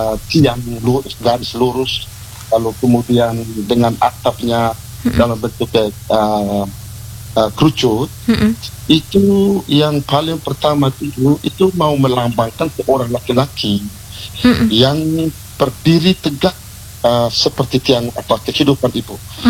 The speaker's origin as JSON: {"language": "Indonesian", "town": "Bajawa", "region": "East Nusa Tenggara", "country": "Indonesia", "said": "asal usul kami orang Ngada khususnya Bejawa."}